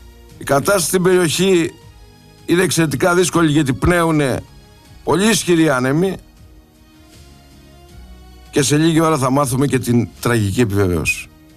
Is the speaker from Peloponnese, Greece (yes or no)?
yes; Mani, Peloponnese, Greece; born or raised there; moved away